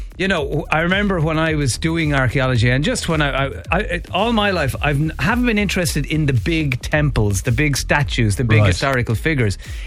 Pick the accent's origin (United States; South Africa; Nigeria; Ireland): Ireland; So, as Irish people, we just want to see inside your gaff.